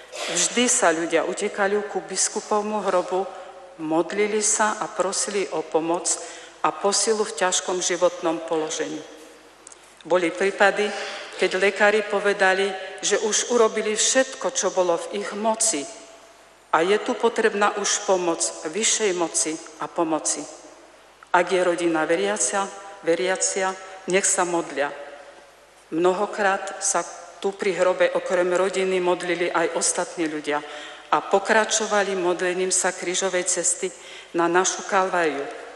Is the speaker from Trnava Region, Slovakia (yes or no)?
no; Zákamenné, Žilina Region, Slovakia; narodila som sa v Zákamenom a celý život aj v Zákamenom žijem.